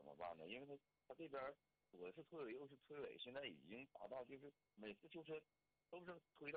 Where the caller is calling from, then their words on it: Changchun, Jilin, China